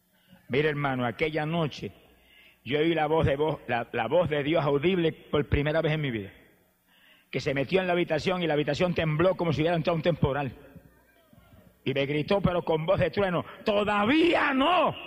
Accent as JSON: {"language": "Spanish", "country": "Puerto Rico", "tie": "born or raised there", "said": "Hubo ciertas campañas evangelísticas en Arecibo, que es cerca de mi pueblo, y en otros lugares, y yo fui volando para allá."}